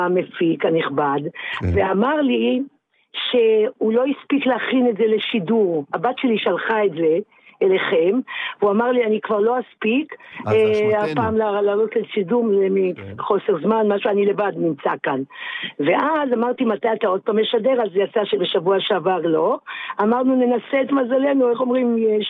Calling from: Ramat Gan, Tel Aviv District, Israel

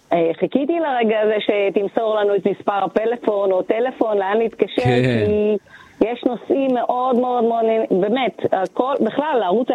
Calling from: Haifa, Haifa District, Israel; אנחנו בעיקרון מהעיר חיפה

